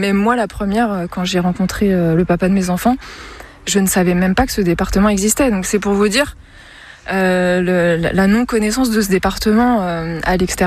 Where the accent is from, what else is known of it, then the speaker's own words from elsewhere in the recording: Paris, Île-de-France, France; Je viens de Paris j'ai rencontré un agriculteur aujourd'hui.